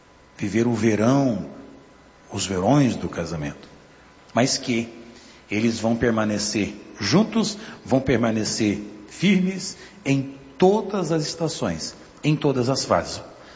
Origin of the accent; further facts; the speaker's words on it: São Joaquim, Santa Catarina, Brazil; born there; now in São Paulo, Brazil; Eu nasci em São Joaquim, que é a terra mais fria, a terra mais gelada. E é um frio diferente lá no, na Serra de Santa Catarina, né? E quando a gente chegou aqui em São Paulo, definitivamente, no julho passado